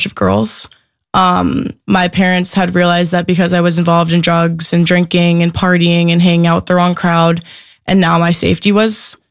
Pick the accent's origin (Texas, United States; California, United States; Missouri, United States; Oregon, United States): Texas, United States; Austin; also born or lived in St. Petersburg, Russia / Fairfield, Connecticut; So I was born in St. Petersburg, Russia. Yeah. And I moved to Connecticut around the age of 2, Fairfield, Connecticut. And from then on, I moved to Austin, Texas. Around the age of 7